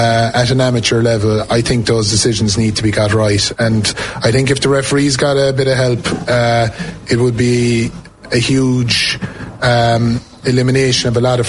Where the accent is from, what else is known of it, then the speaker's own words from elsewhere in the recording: Lixnaw, Munster, Ireland; From my background, I come from Lixaa. I come from a hurling area.